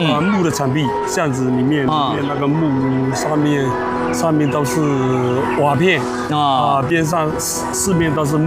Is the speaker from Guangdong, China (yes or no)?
no; Fujian, China; 大家吃的我们闽南的海蜇